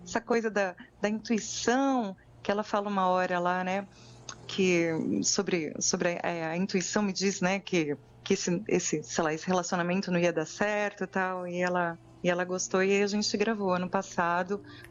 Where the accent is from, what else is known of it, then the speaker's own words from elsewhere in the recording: Santo André, São Paulo, Brazil; now in São Paulo, Brazil; Eu sou do ABC, sou lá de Santo André e eu me mudei para São Paulo em 2000.